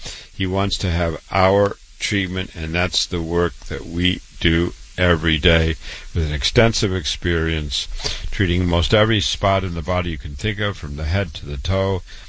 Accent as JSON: {"language": "English", "town": "Waterloo", "region": "Iowa", "country": "United States", "tie": "born or raised there", "moved": "yes", "lives_now": "New York, United States"}